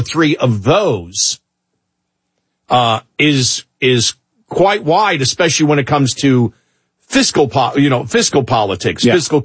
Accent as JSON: {"language": "English", "town": "Buffalo", "region": "New York", "country": "United States", "accent": "Buffalo", "said": "I really can't get away with that with my Buffalo accent, can I?"}